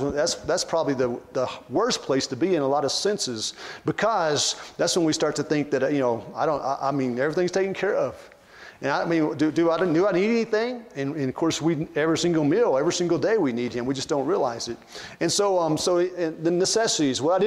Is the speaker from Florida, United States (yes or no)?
no; Dermott, Arkansas, United States; Growing up in Dermot, Arkansas